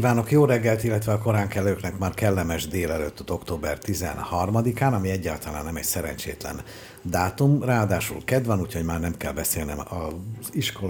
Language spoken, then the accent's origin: Hungarian; Budapest, Hungary; és én a 7. kerületé vagyok, de ahol fölnőttem, amit nagyon szeretek, az a 8. kerület, az ezerszer áldott és átkozott Józsefváros